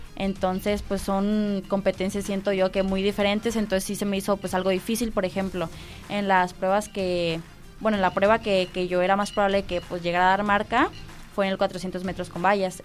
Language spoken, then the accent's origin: Spanish; Mexico; O sea, pues tuve que salir aquí de México, la verdad fue mi primera vez viajando hasta otro país